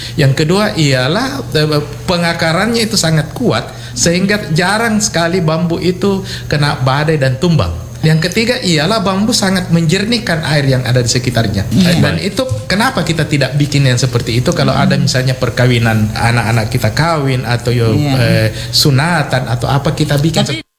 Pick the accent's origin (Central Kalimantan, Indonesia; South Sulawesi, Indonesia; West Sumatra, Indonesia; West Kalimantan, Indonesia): South Sulawesi, Indonesia; Makassar; kita sebagai orang Makassar, rumah balak barak kakak di Galesung